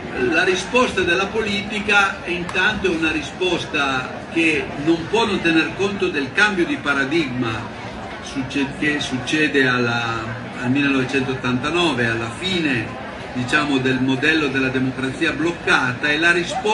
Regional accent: Piedmont, Italy; La mia è la provincia di Alessandria, la provincia di Alessandria fa 188 comuni, di cui credo 150 sotto i 2.000 abitanti.

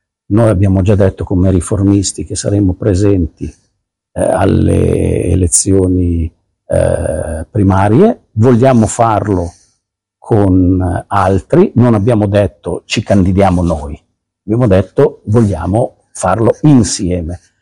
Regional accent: Piedmont, Italy; io vengo dalla Val d'Ossola

